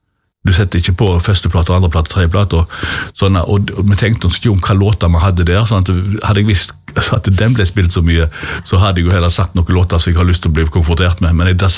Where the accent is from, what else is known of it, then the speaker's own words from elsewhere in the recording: Halden, Østfold, Norway; jeg vokste opp i Halden, eller jeg født i Halden